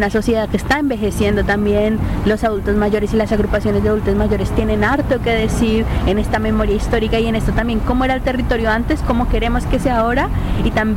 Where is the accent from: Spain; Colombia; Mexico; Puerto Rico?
Colombia; Y yo principalmente, bueno, soy de Colombia y me posiciono desde el pensamiento ambiental latinoamericano.